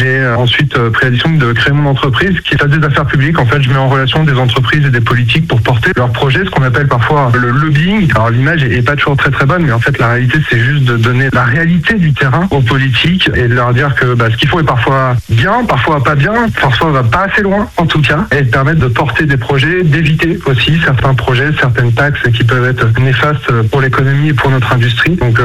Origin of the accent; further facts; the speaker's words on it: Mamers, Pays de la Loire, France; J'ai 38 ans. Moi, j'ai grandi à Mamers. Je suis fils d'ouvrier.